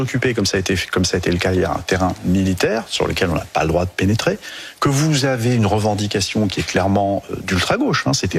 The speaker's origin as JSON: {"language": "French", "region": "Centre-Val de Loire", "country": "France", "tie": "born or raised there", "said": "je suis originaire du département du Cher."}